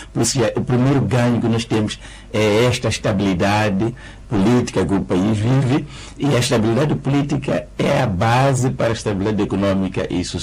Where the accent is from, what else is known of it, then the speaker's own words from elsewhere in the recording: Mozambique; para que todos nós, como moçambicanos, continuemos a ter orgulho de sermos moçambicanos